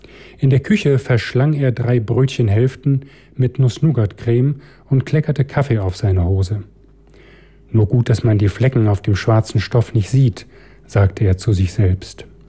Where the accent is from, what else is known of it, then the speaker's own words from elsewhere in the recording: Duisburg, North Rhine-Westphalia, Germany; Ich bin im Ruhrgebiet aufgewachsen, Duisburg, und da gibt es sehr, sehr viele stillgelegte Industriegebiete, Kohlezechen, Stahlwerke und andere Orte.